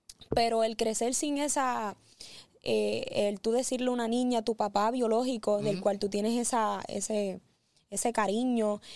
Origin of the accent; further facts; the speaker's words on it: Vega Baja, Puerto Rico; soy nacida, criada en el pueblo de Vega Baja. Toda mi vida he vivido ahí.